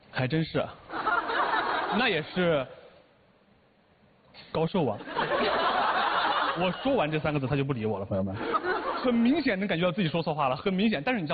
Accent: Chengdu, Sichuan, China; 我说我是成都人。

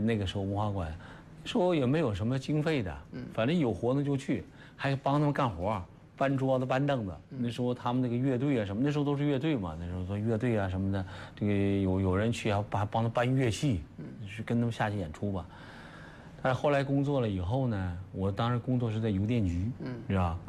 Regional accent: Sheyang, Jiangsu, China; 我们射阳

